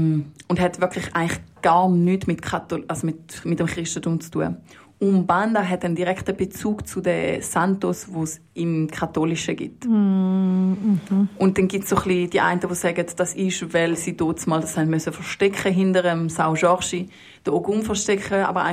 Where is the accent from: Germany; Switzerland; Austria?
Switzerland; als Schweizerin